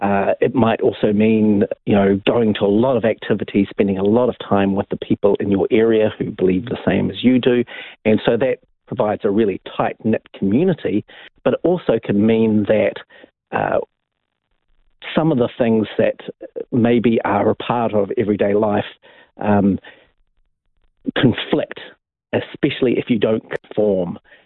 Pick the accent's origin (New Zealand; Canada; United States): New Zealand; Wellington; Well, I grew up in Wellington.